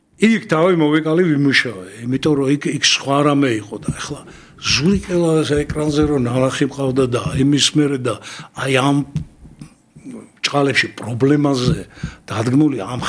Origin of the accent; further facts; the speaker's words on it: Tbilisi, Georgia; ძველ თბილისში დავიბადე, მაგრამ რუსთაველზე დავდიოდი კონსერვატორიაზე.